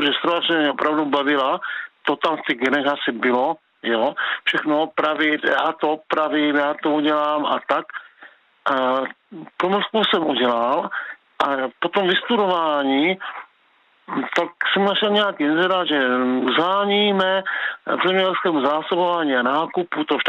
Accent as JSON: {"language": "Czech", "town": "Uherské Hradiště", "region": "Zlín Region", "country": "Czechia", "said": "bylo to ČKD Slavia Motor na Pajedlích, já jsem z Uherského Hradiště. A všichni tam pracovali."}